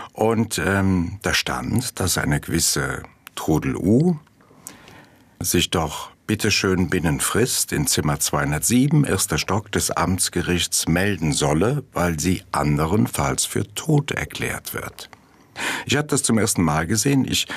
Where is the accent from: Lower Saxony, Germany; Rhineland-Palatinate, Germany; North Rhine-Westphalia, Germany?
Rhineland-Palatinate, Germany; Mayen; born there; geboren in Mayen, Eifel, meine Geburtsstadt.